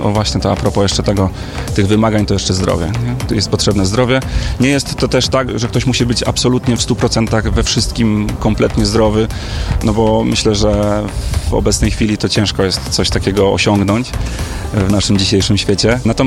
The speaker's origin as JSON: {"language": "Polish", "town": "Poznań", "region": "Greater Poland Voivodeship", "country": "Poland"}